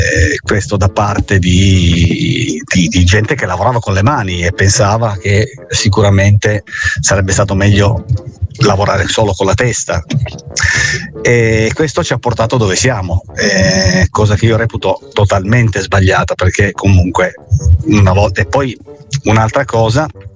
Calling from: Turin, Piedmont, Italy; da Torino.

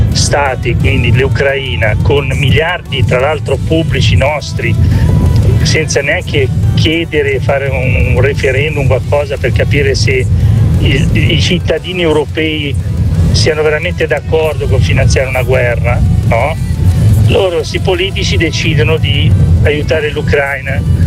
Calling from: Milan, Lombardy, Italy; Buongiorno … da Milano.

